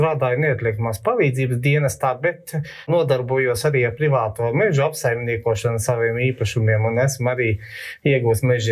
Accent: Riga, Latvia; born there; now in Selonia, Latvia; dzīves Rīgā, bet dzīvoju Sēlijā uz Latgales robežu viesītes pusē.

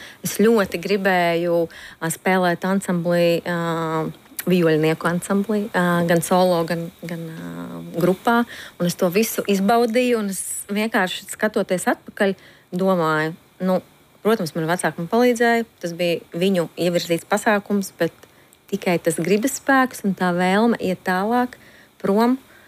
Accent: Jaunjelgava, Aizkraukle Municipality, Latvia; Es uzaugu Jaunjelgavā. Un nē, tas nav pie Jelgavas.

